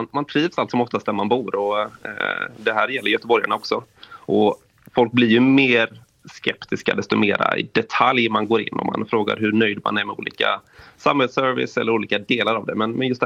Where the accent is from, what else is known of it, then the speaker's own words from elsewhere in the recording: Gothenburg, Västra Götaland County, Sweden; jag är ju göteborgare